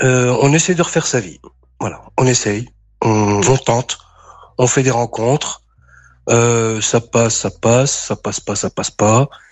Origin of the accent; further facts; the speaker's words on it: France; born there; Après, moi, je suis né en France.